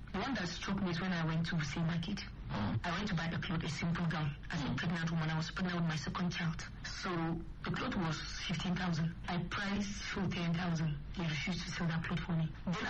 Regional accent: Damakasua, Kaduna State, Nigeria; So I grew up in Damakasua, Southern Kaduna.

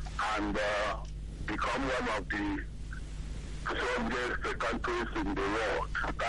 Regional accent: Imo, Nigeria; calling from my hometown, in Orenco, in Imo State.

